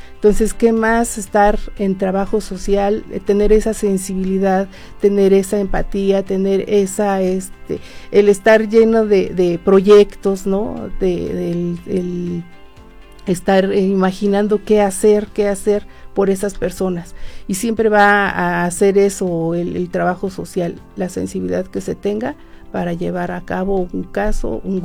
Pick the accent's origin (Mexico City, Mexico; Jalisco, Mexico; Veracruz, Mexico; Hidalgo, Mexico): Hidalgo, Mexico; Mineral del Monte; now in Pachuca, Mexico; yo llegué aquí a Pachuca muy jovencita, pues prácticamente de provincia, yo soy de Mineral del Monte, pues algo muy diferente a vivir aquí a Pachuca